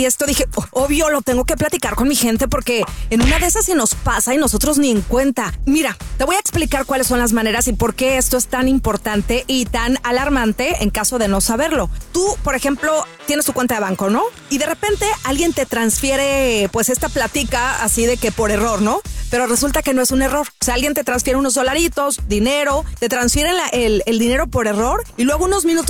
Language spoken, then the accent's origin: Spanish; Mexico; yo como buena mexicana, la neta, ya vivo medio ciscada, diría mi abuelita